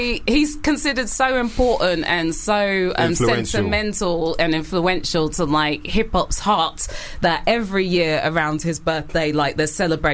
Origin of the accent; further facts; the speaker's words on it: United Kingdom; as British people